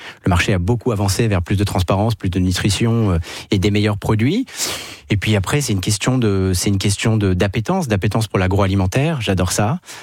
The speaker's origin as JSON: {"language": "French", "country": "France", "said": "On a une relation parce qu'on est français aux produits agro qui est comme vous le dites très passionnel."}